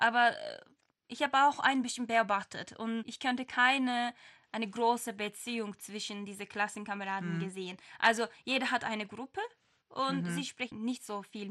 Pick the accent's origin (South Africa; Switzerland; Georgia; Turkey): Turkey; first language Turkish; German is a second language; ich habe meine Muttersprache geliebt, mehr geliebt, also türkische Sprache